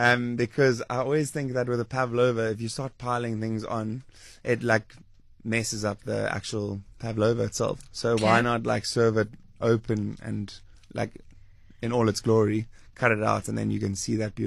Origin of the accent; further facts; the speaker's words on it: Durban, KwaZulu-Natal, South Africa; which is I'm from Durban.